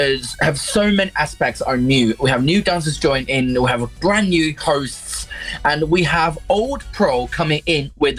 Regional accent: China; moved away; But growing up in China

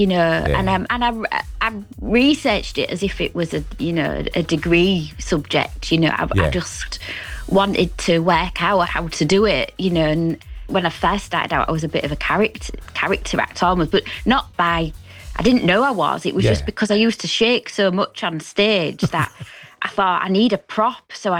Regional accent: Hull, Yorkshire and the Humber, United Kingdom; accent: Hull; I could only do a Hull accent.

